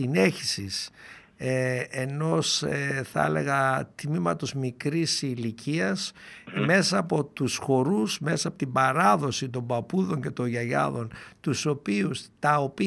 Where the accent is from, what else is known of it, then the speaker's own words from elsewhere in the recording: Doirani, Central Macedonia, Greece; born there; τον τόπο μου, το γενέθλιο, το Κιλκής, το Λαχανά, και λίγο δύο μέρες πιο πίσω στο χωριό μου τη Δοϊράνη.